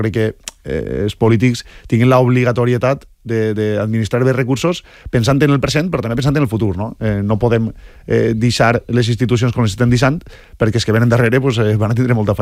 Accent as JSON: {"language": "Catalan", "town": "Gavarda", "region": "Valencian Community", "country": "Spain", "said": "Gavarda sobretot, ja te dic, és el meu poble"}